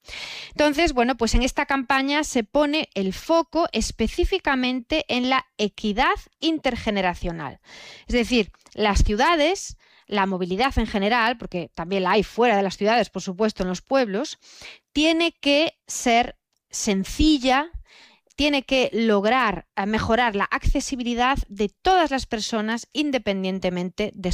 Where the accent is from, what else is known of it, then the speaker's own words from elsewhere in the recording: Galicia, Spain; moved away as an adult; now in Catalonia, Spain; gallega, ingeniera de caminos por la Universidad de La Coruña